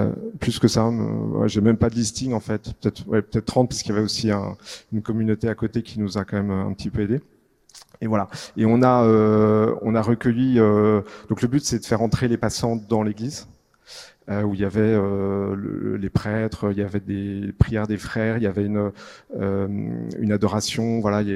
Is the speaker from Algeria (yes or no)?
no; Paris, Île-de-France, France; Donc on est parisien, on vit dans le 16e à Paris, et notre paroisse c'est Saint-Honoré-d'Eylau.